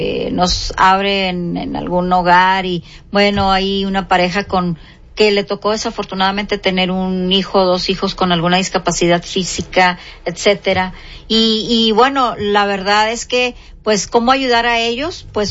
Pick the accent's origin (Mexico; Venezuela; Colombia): Mexico; Monterrey, Nuevo León; los regiomontanos, los que sí somos de Monterrey